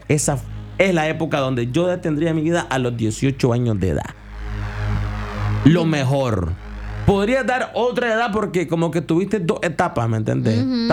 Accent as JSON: {"language": "Spanish", "town": "Juigalpa", "region": "Chontales", "country": "Nicaragua", "moved": "yes", "lives_now": "Managua, Nicaragua", "said": "soy de ahí"}